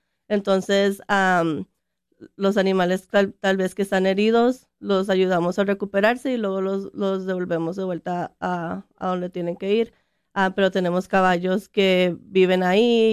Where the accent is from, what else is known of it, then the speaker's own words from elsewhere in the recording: Costa Rica; moved away; soy de Costa Rica